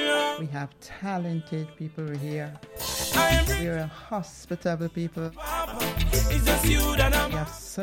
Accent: Guyana; I say I am from Guyana proudly.

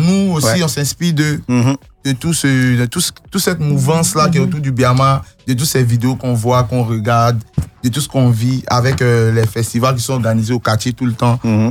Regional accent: Abidjan, Côte d’Ivoire; Moi, je suis né, grandi à Yopougon.

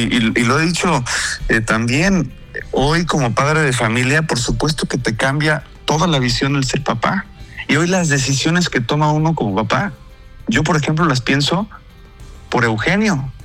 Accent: Quintana Roo, Mexico; yo nací y crecí en Quintana Roo. Aquí estoy formando mi familia.

